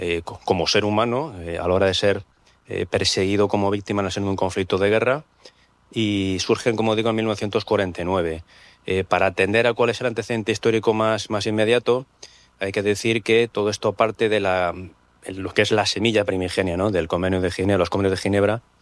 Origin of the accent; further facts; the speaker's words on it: Spain; Pero como español tengo que decir que me siento muy honrado y muy agradecido a infinidad de compatriotas españoles